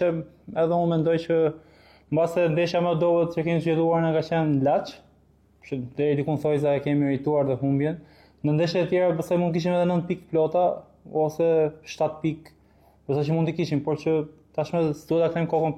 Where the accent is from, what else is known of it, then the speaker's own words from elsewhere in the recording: Elbasan, Elbasan County, Albania; moved away as an adult; now in Shkodër, Albania; unë jam nga Elbasani, jam lindur dhe rritur dhe kam dalë të Akademia Elbasanit